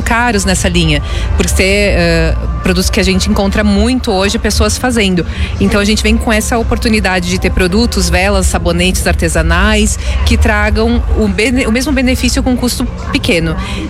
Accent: Farroupilha, Rio Grande do Sul, Brazil; nós somos de Farroupilha mesmo

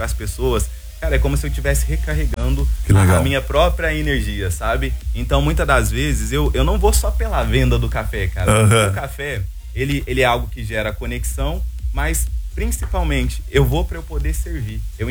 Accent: Franca, São Paulo, Brazil; moved away as an adult; now in Balneário Camboriú, Brazil; eu venho de Franca, São Paulo. É uma cidade do interior, fica a 500 quilômetros da capital de São Paulo.

